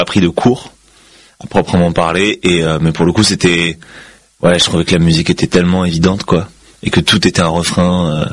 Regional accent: Nanterre, Île-de-France, France; now in Paris, France; Je suis originaire de Nanterre dans le 92.

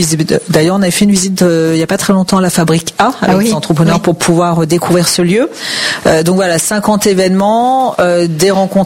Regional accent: France

